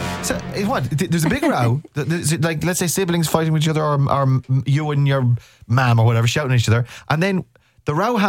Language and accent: English; Ireland; I am Irish.